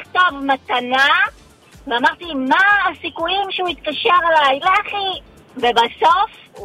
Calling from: Kfar Saba, Central District, Israel; אני מכפר סבא.

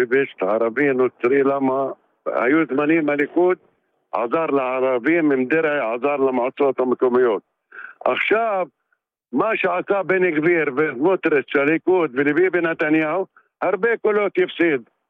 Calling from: Kafr Yasif, Northern District, Israel; כפר יסיף.

